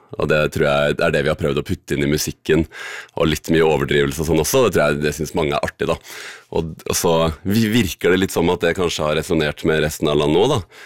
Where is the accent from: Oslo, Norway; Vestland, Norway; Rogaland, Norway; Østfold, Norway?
Østfold, Norway; Mysen; På Mysen ungdomsskole gikk vi der da og møttes der. Eisberg ungdomsskole, som det het før. Så det var jo liksom bare et produkt av å være vokst opp på bygda egentlig da.